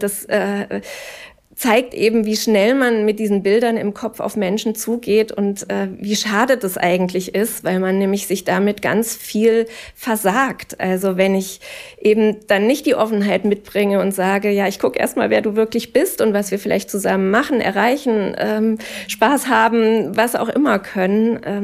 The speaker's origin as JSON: {"language": "German", "region": "West Germany", "country": "Germany", "moved": "yes", "lives_now": "East Germany", "said": "Ich komme nämlich auch aus dem Westen. Aber ich bin schon seit 1999 hier."}